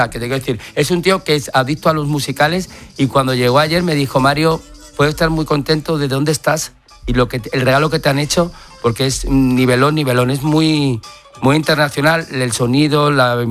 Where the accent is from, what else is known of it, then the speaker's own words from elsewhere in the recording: Madrid, Community of Madrid, Spain; Soy madrileño, claro. Madrid no entiende de política, soy madrileño